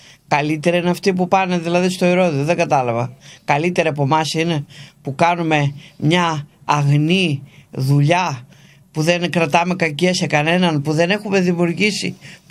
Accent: Mikra Vragiana, Thessaly, Greece; Ξεκίνησα από το χωριό μου, από τα μικρά Βραγιανά Καρδίτσες.

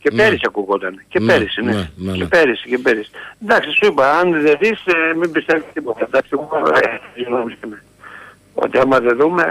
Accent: Elassona, Thessaly, Greece; Εγώ είμαι από Ελασσόνα, πιο πάνω από την Λάρισα.

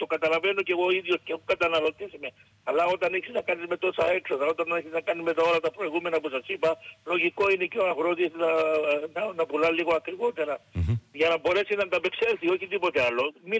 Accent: Apolakkia, South Aegean, Greece; η Απολακιά, το χωριό μου που έχω την τιμή να είμαι και πρόεδρος

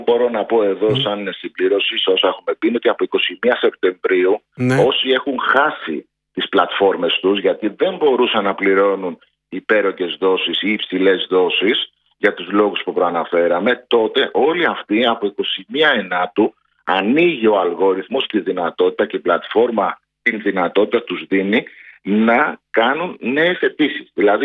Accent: Kardamyli, Peloponnese, Greece; Και σας περιμένω και στο χωριό μου στην Καρδαμίλη, στη Μάνη.

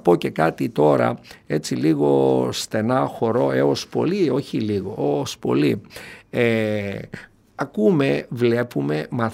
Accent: Kilkis, Central Macedonia, Greece; εκεί στον τόπο μου, το γενέθλιο στο Κυλκί

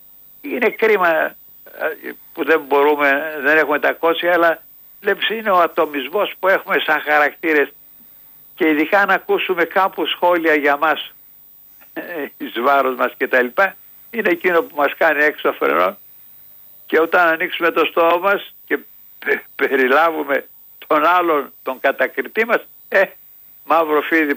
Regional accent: Greece; εμείς σαν Έλληνες γνήσιοι, έστω και τα γαρόβλαχοι ακόμη, γνήσιοι

